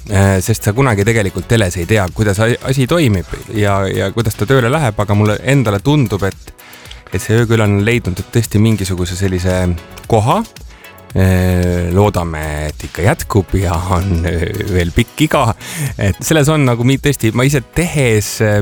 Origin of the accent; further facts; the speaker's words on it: Pärnu, Pärnu County, Estonia; Ma olen kasvanud Pärnu rannarajoonis.